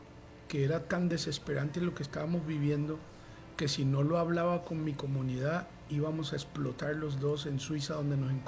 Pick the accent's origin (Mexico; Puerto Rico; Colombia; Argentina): Puerto Rico; also born or lived in Venezuela; Nací en Venezuela, aunque me crié en Puerto Rico.